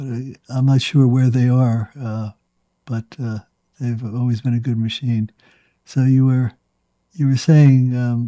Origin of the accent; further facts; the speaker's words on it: Elizabeth, New Jersey, United States; I grew up in Elizabeth, New Jersey, and that's where Singer sewing machines were made.